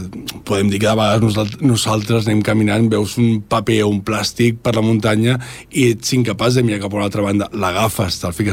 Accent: Esplugues de Llobregat, Catalonia, Spain; moved away; jo soc d'Esplugues

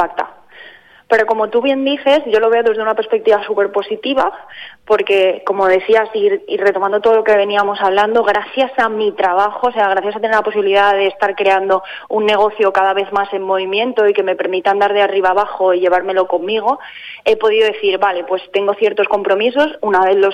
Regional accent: Pedralba, Valencian Community, Spain; llegué a Pedralba, que como te digo es mi pueblo, y te voy a contar cómo es mi realidad aquí

